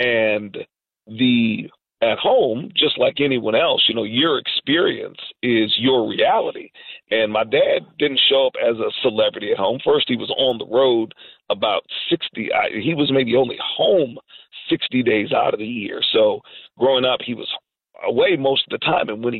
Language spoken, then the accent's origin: English; Plymouth, Massachusetts, United States; also born or lived in Chicago, Illinois; most of us were born in Chicago, and being the youngest, it was about a month after I was born that we moved all the way from Chicago, Illinois, the city with the largest numbers-wise black population in the country, to Plymouth, Massachusetts.